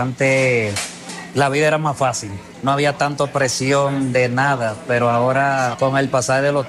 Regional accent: Dominican Republic; now in United States; Pero aquí estamos, nos mantenemos como dominicanos tirando para adelante, no nos rendimos.

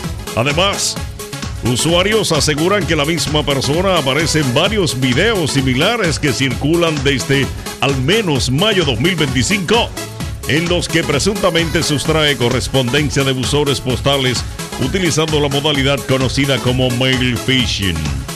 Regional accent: Dominican Republic; uno como dominicano

